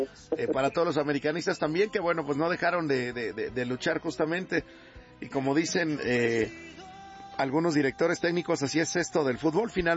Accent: Papantla, Veracruz, Mexico; now in Mexico City, Mexico

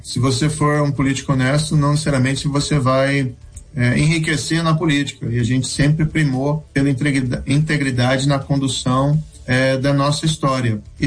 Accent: Maringá, Paraná, Brazil; os valores e os princípios que eu aprendi com eles lá na minha cidade de Maringá, eu carrego para a minha vida.

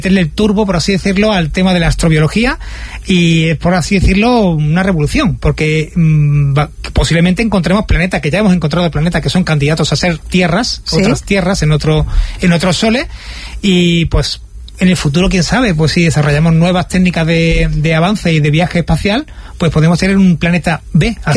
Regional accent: Spain; me duele como español

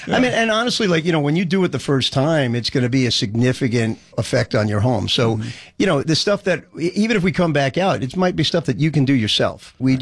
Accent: New Jersey, United States; also born or lived in Brooklyn, New York; If you can't tell, I'm from Jersey. I was born in Brooklyn. I went to school out in Michigan, University of Michigan.

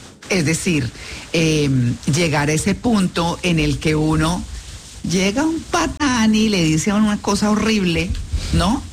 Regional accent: Bogotá, Bogotá D.C., Colombia; para mí, perfectos grisecitos, con lluviecita, como bogotana, pues.

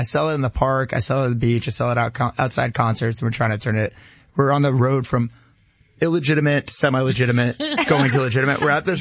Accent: New Jersey, United States; So I grew up in the Kingdom of New Jersey as a Nets

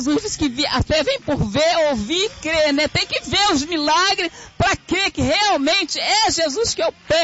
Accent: Belford Roxo, Rio de Janeiro, Brazil; Belfor Roxo.

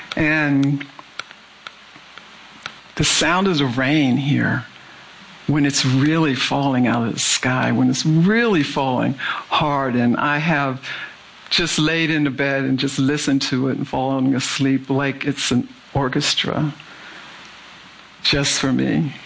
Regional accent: Philadelphia, Pennsylvania, United States; Because in where I grew up in North Philly, if you saw a tree, that was pretty amazing.

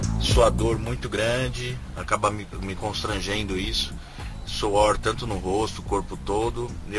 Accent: São Paulo, Brazil; Sou aqui de São Paulo

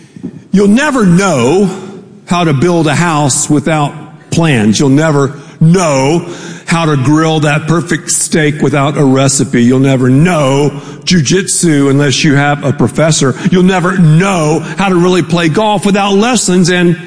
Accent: Texas, United States

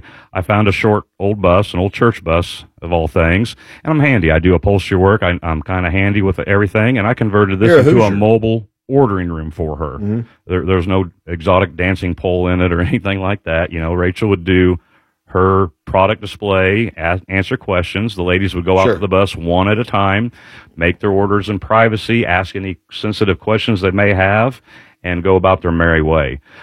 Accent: Indiana, United States; I'm from Knox County, where politics can be a blood sport.

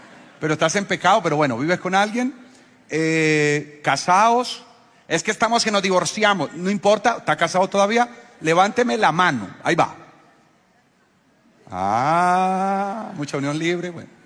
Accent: Colombia; los hombres de Colombia somos

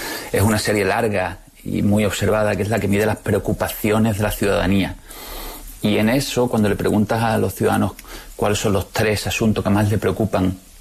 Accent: Andalusia, Spain; un rara una futbolística andaluza.

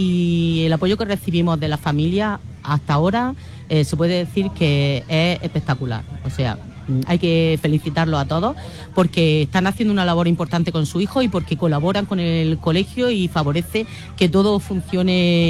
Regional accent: Tabernas, Andalusia, Spain

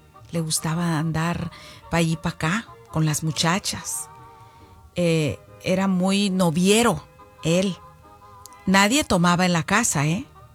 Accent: Zacualco de Torres, Jalisco, Mexico; moved away; de allá de mi pueblo, oiga, de Zacualco de Torres, Jalisco.

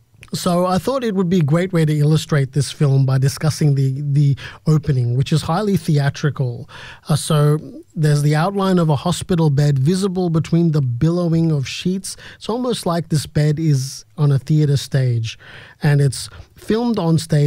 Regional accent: Fiji; when I was growing up in Fiji

